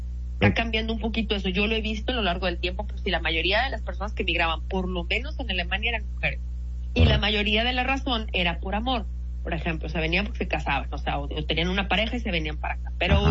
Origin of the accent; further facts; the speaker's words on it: Mexico; No sé si tenga que ver que yo soy mexicana, obviamente